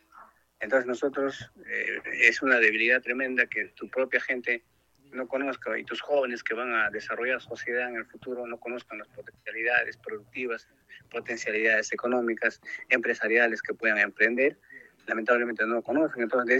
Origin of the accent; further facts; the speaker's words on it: Oxapampa, Pasco, Peru; como peruano, como pasqueño y oxapampino, de haber recorrido muchos países del mundo